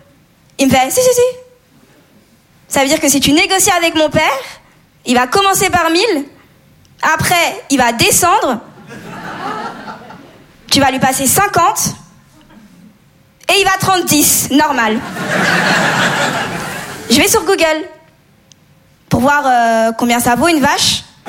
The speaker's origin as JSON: {"language": "French", "country": "Comoros", "said": "Je suis comorienne, maorèse malgache. C'est des îles dans l'océan Indien. Ce qui explique mon teint aussi."}